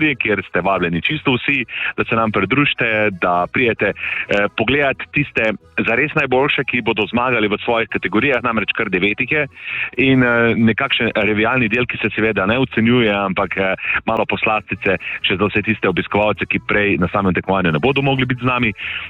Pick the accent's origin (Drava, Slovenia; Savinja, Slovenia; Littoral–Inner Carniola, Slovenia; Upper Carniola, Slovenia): Savinja, Slovenia; Topolšica; born there; now in Šmartno ob Paki, Slovenia; v, bom rekel, mojem rojstnem kraju, Topolšici. In že prej, leta in leta nazaj, sem si želel eno tako tekmovanje pripeljati v moj kraj. Čeprav tam ne živim, živim zdaj v Šmartnem opaki, ampak vseeno, tam so moje korenine.